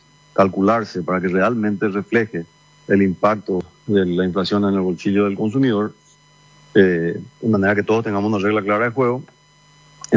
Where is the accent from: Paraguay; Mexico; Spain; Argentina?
Paraguay; todos como paraguayos